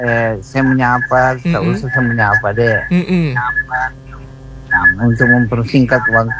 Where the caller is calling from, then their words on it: Belopa, South Sulawesi, Indonesia; berarti saya kan orang Belopa